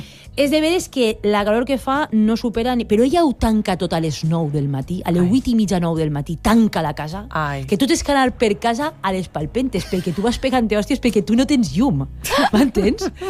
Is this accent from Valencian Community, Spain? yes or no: yes; Ontinyent, Valencian Community, Spain; now in Valencia, Spain; Ontinyent, que és el meu poble, i és des d'on estic fent la secció avui.